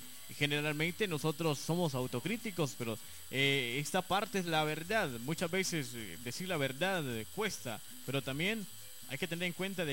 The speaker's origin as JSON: {"language": "Spanish", "country": "Honduras", "said": "para así seguir siendo catrachos como siempre."}